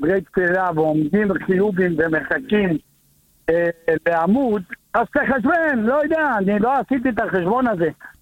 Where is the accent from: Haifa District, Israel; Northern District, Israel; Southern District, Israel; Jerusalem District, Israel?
Jerusalem District, Israel; Jerusalem; אני גם ירושלמי, וגדלתי בזכרון משה